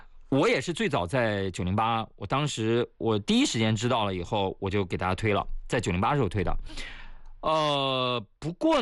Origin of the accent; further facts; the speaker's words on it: Shanxi, China; born there; moved away; 我们老家都是啊，汾酒嘛，啊，清香型的嘛。